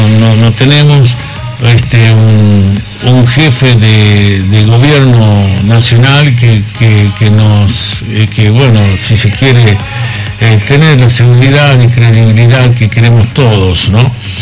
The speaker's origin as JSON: {"language": "Spanish", "country": "Argentina", "said": "podamos seguir adelante como argentinos"}